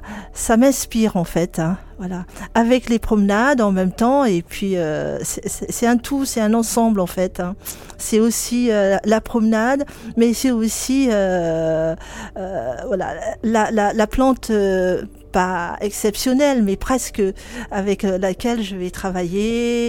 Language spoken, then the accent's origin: French; French Polynesia; parce que chez moi, c'est vrai que je suis du Pacifique, de la Polynésie française.